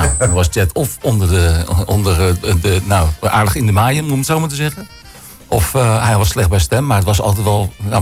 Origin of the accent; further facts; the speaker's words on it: The Hague, South Holland, Netherlands; now in Heemskerk, Netherlands; Ik kom niet uit de Eimond, dat moet ik je wel bekennen. Ik kom uit een heel ander gedeelte van het land, dat is Den Haag.